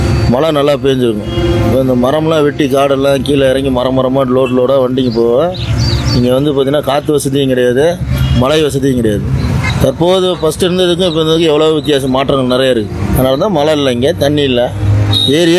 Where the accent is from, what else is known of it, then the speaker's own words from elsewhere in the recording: Yercaud, Tamil Nadu, India; born there; ஏற்காடு, ஜெரினா காடு. நான் பிறந்தவங்க இந்த கிராமம் தான்.